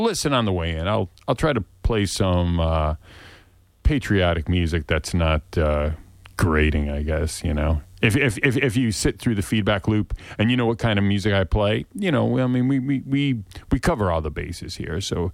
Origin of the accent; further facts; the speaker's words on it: Hartford, Connecticut, United States; you know I'm a lad from Greater Hartford.